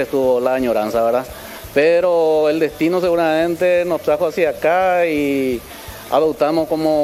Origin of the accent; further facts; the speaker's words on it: Primero de Marzo, Cordillera, Paraguay; moved away as an adult; also born or lived in Fernando de la Mora; Yo crecí en Primero de Marzo, Cordillera.